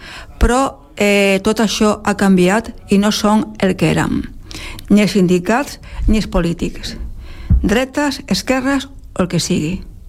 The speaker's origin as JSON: {"language": "Catalan", "region": "Cantabria", "country": "Spain", "lives_now": "Catalonia, Spain", "said": "No, jo em sento totalment catalana. Jo càntabra ja no soc."}